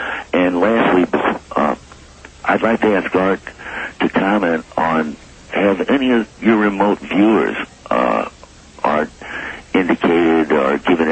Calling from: St. Louis, Missouri, United States; I'm calling from St. Louis, Missouri.

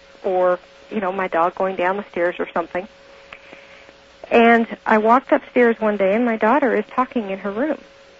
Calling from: Denver, Colorado, United States; Good morning, Art. … in Denver.

